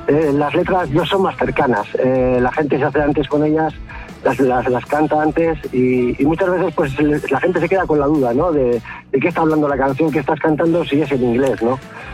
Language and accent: Spanish; Bilbao, Basque Country, Spain; nosotros somos todos somos de Bilbao, menos nuestra nueva incorporación, que es Borja, que es de Guecho, y bueno, sí que nos hace ilusión, porque además somos todos del barrio de Indautxu